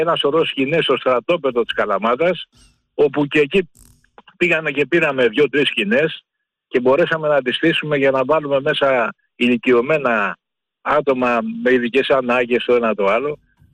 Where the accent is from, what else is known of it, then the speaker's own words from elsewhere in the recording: Kalamata, Peloponnese, Greece; born there; Και πήγαμε στην παραλία, εκεί είναι και το πατρικό μου το σπίτι, και εκεί φτιάξαμε μία σκηνή.